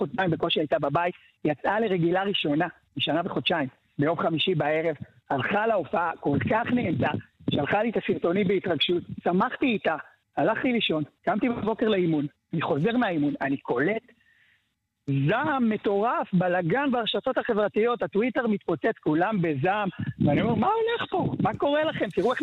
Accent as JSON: {"language": "Hebrew", "town": "Jerusalem", "region": "Jerusalem District", "country": "Israel", "said": "גם בתור ירושלמי"}